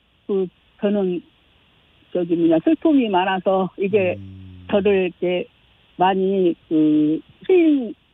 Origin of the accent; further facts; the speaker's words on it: Sinan County, South Jeolla, South Korea; 그 제 고향이 하이도인데